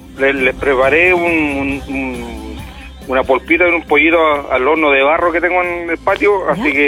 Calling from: Talcahuano, Biobío, Chile; En Talcahuano.

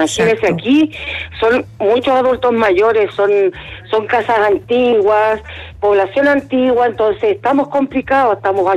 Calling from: Conchalí, Santiago Metropolitan Region, Chile; De Conchalí.

